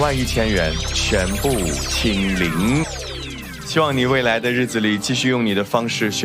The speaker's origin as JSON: {"language": "Chinese", "region": "Xinjiang", "country": "China", "said": "虽然我是新疆人，但是特别遗憾到现在还没有去过阿克陶"}